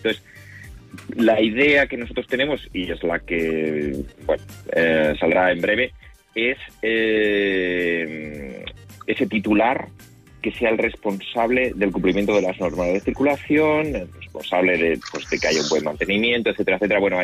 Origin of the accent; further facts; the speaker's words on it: Spain; O sea, como sociedad española, yo creo que somos personas muy abiertas, todos los que somos españoles